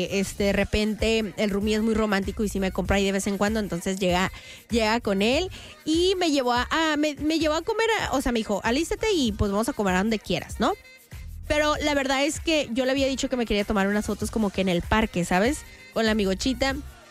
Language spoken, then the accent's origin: Spanish; Tijuana, Baja California, Mexico; De mi casa de donde crecí, en Otay.